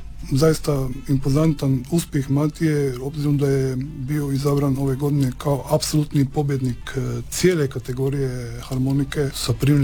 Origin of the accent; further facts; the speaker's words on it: Slovenia; now in Croatia; inače dolazim iz Slovenije, ali evo, studijski putevi su me nekako naveli na to da sam ostao evo tu u Istri i u Hrvatskoj.